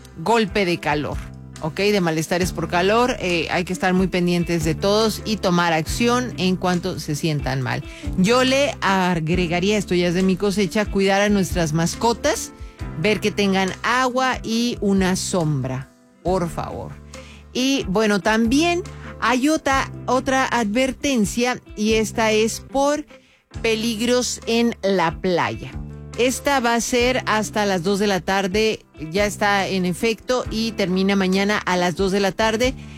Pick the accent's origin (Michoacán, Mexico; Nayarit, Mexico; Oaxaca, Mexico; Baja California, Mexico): Baja California, Mexico; Tijuana; Yo nací y crecí en Tijuana